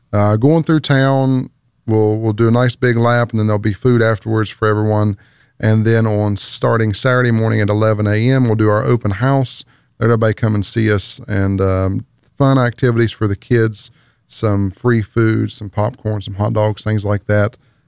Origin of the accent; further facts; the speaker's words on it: Clendenin, West Virginia, United States; I didn't realize as a young kid how great the town was, but until you leave there.